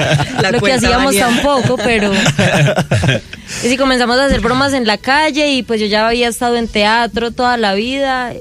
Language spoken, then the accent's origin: Spanish; Bello, Antioquia, Colombia; Pues yo soy de Bello.